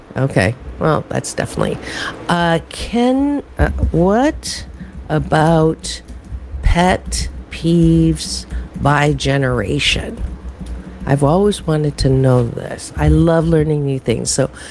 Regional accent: United States; Just because I'm an American, we're doing the show in California.

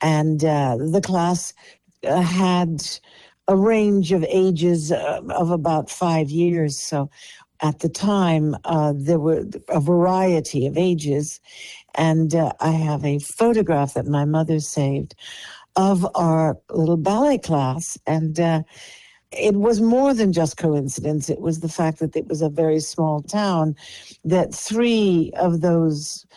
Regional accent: Los Angeles, California, United States; first language Polish; English is a second language; I was born into the Hollywood of a very small community.

